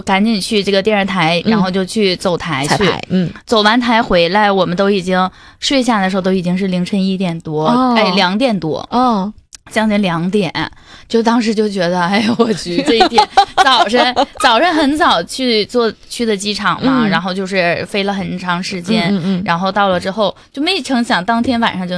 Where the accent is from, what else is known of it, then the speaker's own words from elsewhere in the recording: Northeast China, China; 然后又要体现咱们东北这边